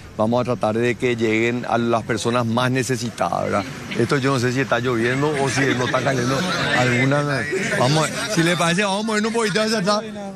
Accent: Paraguay; orgullo como paraguayo

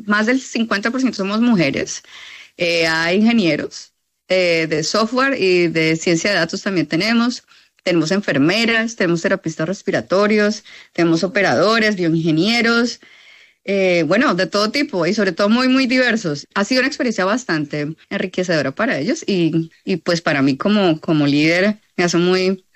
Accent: Neiva, Huila, Colombia; Recluto a mi esposo, que es otro colombiano. Yo soy de Neiva, huilense.

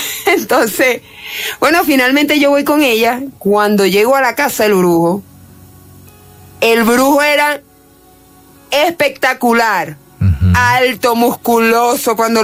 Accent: Zulia, Venezuela; Nosotros somos venezolanos, somos maracuchos.

